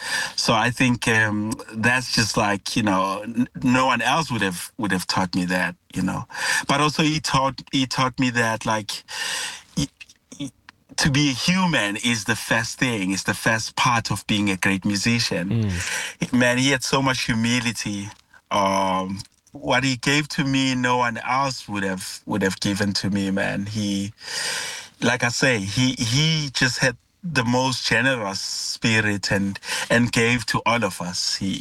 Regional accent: South Africa; first language Zulu; within the Zulu language, which is my mother tongue

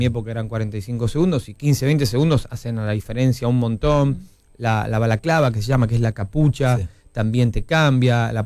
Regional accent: Argentina; now in United Kingdom; él me veía como el argentino chiquito

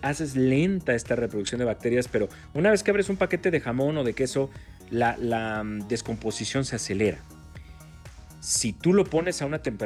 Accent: northern Mexico, Mexico; Mario Arbizu y yo, como buenos norteños

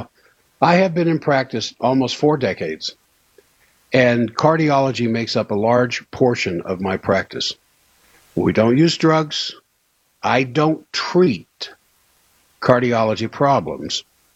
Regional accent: Washington, District of Columbia, United States; now in Salt Lake City, United States; I grew up in Washington, D.C., came out west to go to school, and discovered the West.

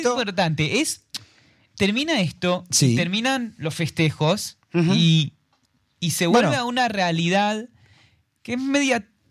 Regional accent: Israel; Yo no soy argentino al final del día. Claro. Yo soy israelí.

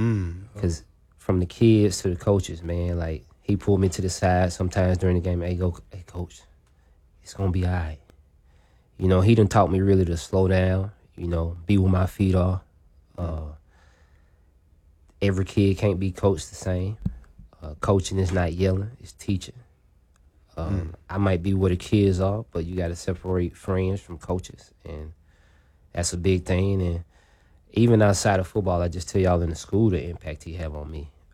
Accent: Memphis, Tennessee, United States; And I ain't from Gatewood. Chattanooga, I'm from Memphis.

